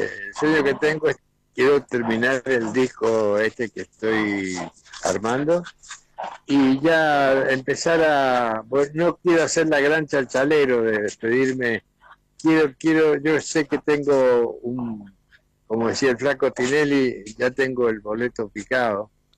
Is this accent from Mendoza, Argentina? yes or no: yes; Mendoza, Argentina; soy el primer mendocino que logra llegar a obtener ese premio, ¿no?